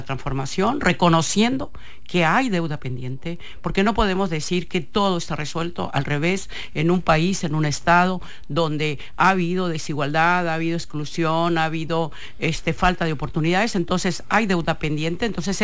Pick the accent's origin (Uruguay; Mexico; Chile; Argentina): Mexico; Sinaloa; y apostando a Sinaloa, porque yo lo he dicho. Aquí nací, aquí he crecido y hay un gran amor por mi tierra.